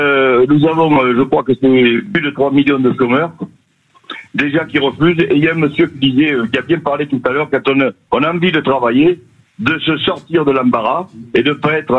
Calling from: Font-Romeu, Occitanie, France; Moi, j'habite Font-Romeu, mais là, je suis en Espagne. J'ai traversé la frontière.

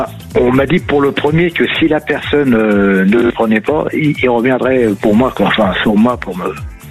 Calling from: Champigny-sur-Marne, Île-de-France, France; J'appelle de Champigny-sur-Marne dans le 94.

